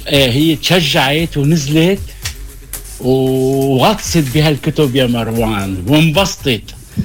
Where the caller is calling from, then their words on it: Tripoli, North Governorate, Lebanon; أنا طبيب من طرابلس